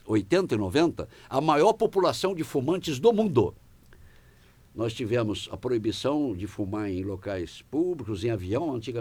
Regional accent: Maringá, Paraná, Brazil; born there; trabalha em Maringá, onde eu nasci, sou maringaense, né?

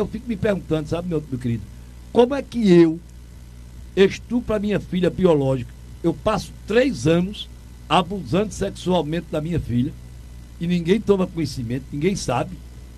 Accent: Toritama, Pernambuco, Brazil; Eu sou daqui de Toritama.

